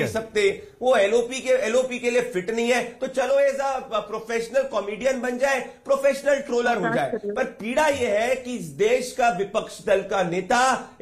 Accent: Indore, Madhya Pradesh, India; मैं इंदौर से आता हूं

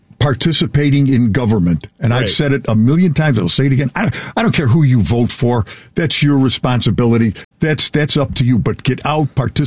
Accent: Chicago, Illinois, United States; I love saying I'm from Chicago. I love being a Chicagoan. I've loved it all my life. And to say I grew up in Bridgeport.

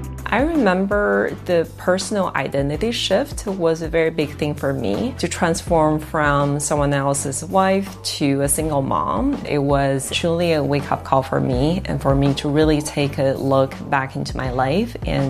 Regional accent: Kaifeng, Henan, China; born or raised there; English is a second language

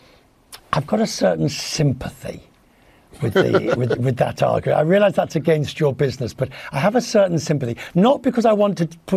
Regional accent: England, United Kingdom; As an Englishman, it is in my DNA.

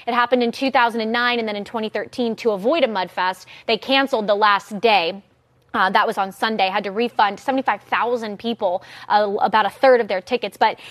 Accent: Austin, Texas, United States; Growing up in Austin, I probably went to Austin city limits a little bit too early. I think I was maybe 14 when I went to my first ACL.

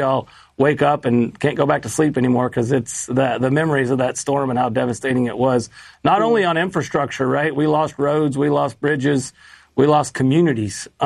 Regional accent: North Carolina, United States; I'm from Western North Carolina. My family's been in agriculture for a long time.

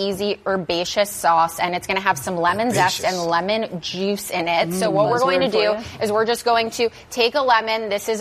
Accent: Chicago, Illinois, United States; Much cheese. Chicago.

